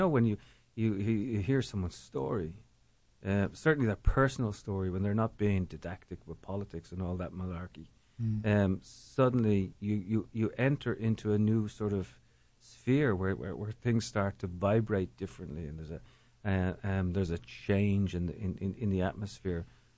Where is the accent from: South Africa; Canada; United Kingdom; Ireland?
Ireland; moved away as an adult; now in United States; to this country over 30 years ago, and I came over to write a book. I came from Ireland originally